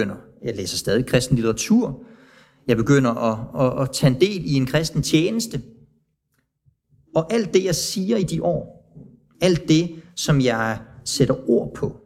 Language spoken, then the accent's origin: Danish; Tanzania; Fordi jeg er vokset op i Tanzania.